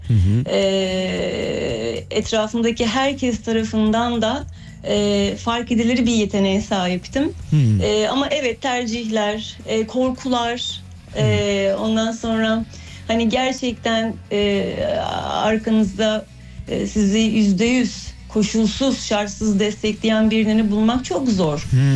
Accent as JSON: {"language": "Turkish", "town": "Ayvalık", "region": "Balıkesir", "country": "Turkey", "tie": "born or raised there", "moved": "yes", "lives_now": "Balıkesir, Turkey", "said": "Balıkesir merkezde yaşıyorum. Aslında doğma büyüme Ayvalıklıyım ben. Hı-hı. Okul dolayısıyla buraya gelip yerleşmek durumunda kaldım."}